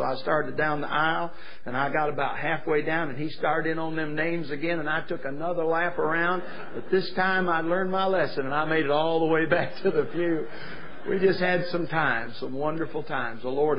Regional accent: Michigan, United States; moved away; Now, I was raised in Michigan. I'm a full-blooded Yankee.

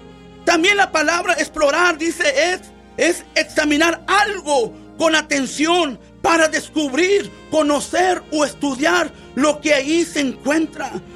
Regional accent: Texas, United States; Mi tierra, el Valle de Texas, es fértil. Aquí mi familia es fértil, es apto para vivir, es apto para cultivar y para criar ganados.

